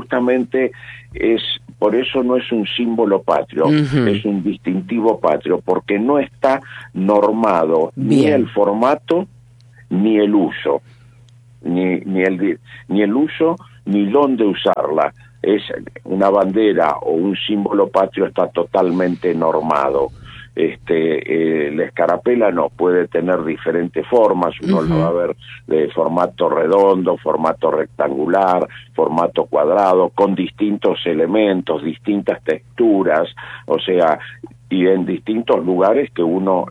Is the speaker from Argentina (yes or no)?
yes; Argentina; es lo que nos identifica a nosotros como argentinos, como patriotas